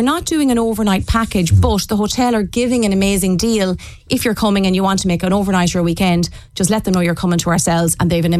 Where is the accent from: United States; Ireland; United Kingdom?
Ireland; Bohola, County Mayo